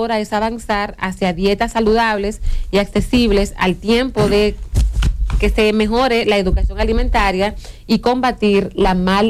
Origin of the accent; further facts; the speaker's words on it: Dominican Republic; nosotros como dominicanos sabemos comer, mas no alimentarnos